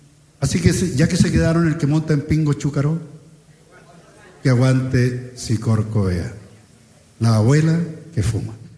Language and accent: Spanish; Chile; nosotros, los chilenos